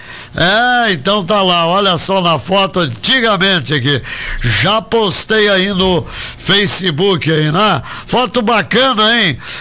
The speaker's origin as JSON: {"language": "Portuguese", "town": "Carazinho", "region": "Rio Grande do Sul", "country": "Brazil", "tie": "born there", "said": "o Carazinho da onde eu nasci"}